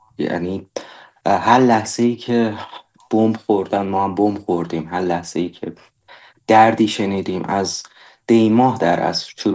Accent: Iran; moved away; من به عنوان یک جوان ایرانی

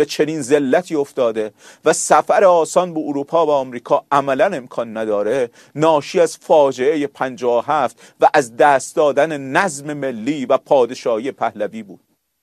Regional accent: Mazandaran, Iran; من خودم مازندرانی هستم

